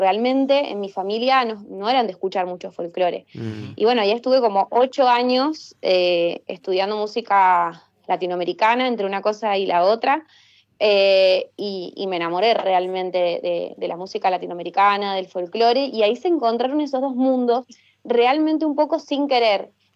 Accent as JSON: {"language": "Spanish", "region": "Mendoza", "country": "Argentina", "said": "siempre que estoy más de 3 meses ya quiero volver a mi tierra."}